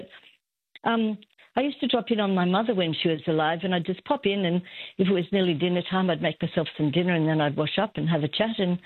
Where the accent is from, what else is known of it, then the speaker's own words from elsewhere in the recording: Melbourne, Victoria, Australia; now in Sydney, Australia; I was brought up in Melbourne, and we used to do it all the time